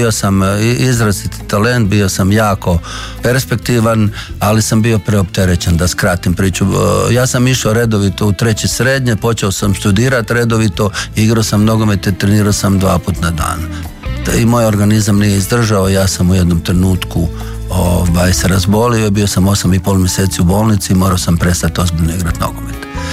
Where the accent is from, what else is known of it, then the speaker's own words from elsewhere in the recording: Slatina, Virovitica-Podravina County, Croatia; A kako sam porijeklom iz Slatine, a Slatina je na, ne znam, na rimskom, na kojem, Marinianis.